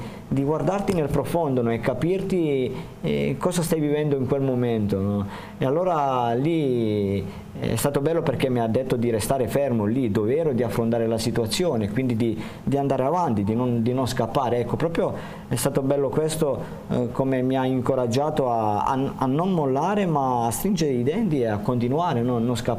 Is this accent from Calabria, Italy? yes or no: yes; Calabria, Italy; now in Loreto, Italy; io sono originario della Calabria, sono provincia di Cosenza.